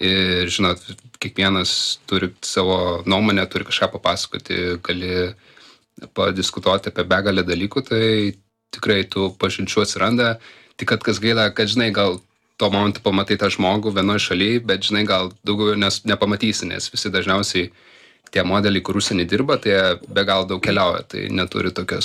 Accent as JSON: {"language": "Lithuanian", "town": "Kaunas", "region": "Kaunas County", "country": "Lithuania", "said": "Tada Žalgirio, čia aš kaip kaunietis, tai"}